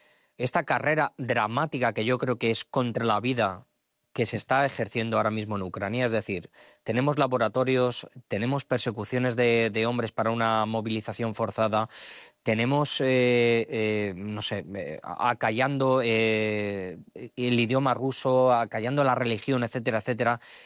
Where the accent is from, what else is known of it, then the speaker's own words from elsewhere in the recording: Spain; lo digo como español y como europeo